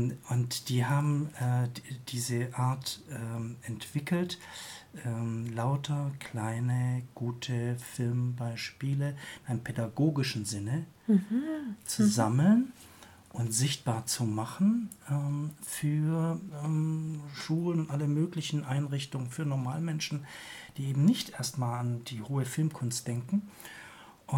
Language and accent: German; Baden-Württemberg, Germany; Ich komme selber aus der Nähe von Heidelberg.